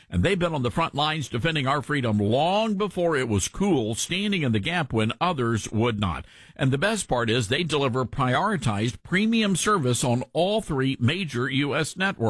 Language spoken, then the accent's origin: English; United Kingdom; I am British.